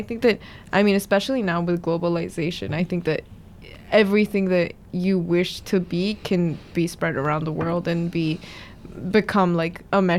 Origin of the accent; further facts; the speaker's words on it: Mexico; I'm from Mexico.